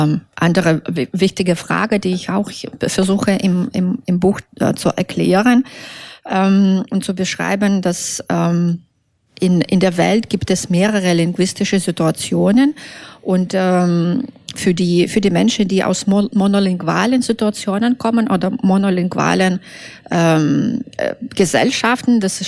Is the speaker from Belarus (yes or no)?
yes; Belarus; first language Russian; German is a second language